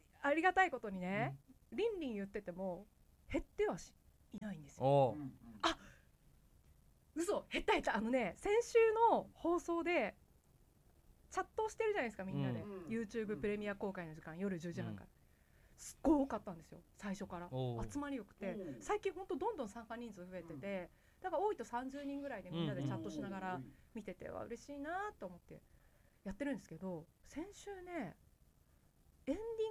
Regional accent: Tottori, Japan; moved away; 私のふるさと、まあ、鳥取県のね、

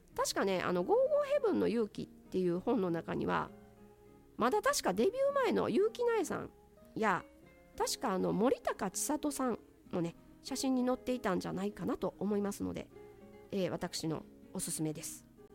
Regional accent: Mie, Japan; 私はまああの三重県の出身なんですけれども、

